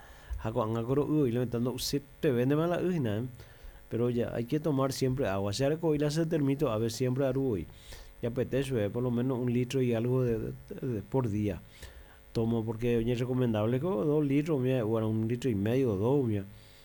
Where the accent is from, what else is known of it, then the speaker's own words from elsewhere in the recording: Paraguay; somos todos paraguayos